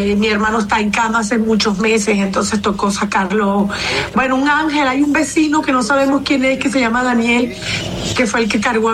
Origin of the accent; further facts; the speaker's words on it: Maracay, Aragua, Venezuela; moved away; Yo tengo toda mi familia, nosotros somos de Maracay, estado Aragua, es de donde yo soy, en una ciudad relativamente pequeña, no muchos artistas venezolanos son de ahí. Toda mi familia está allá, tanto mi familia materna como mi familia paterna.